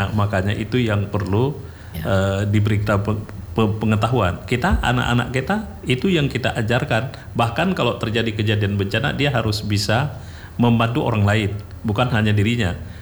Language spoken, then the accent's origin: Indonesian; Lhokseumawe, Aceh, Indonesia; Tapi Luxmawe depan kampung saya kena juga.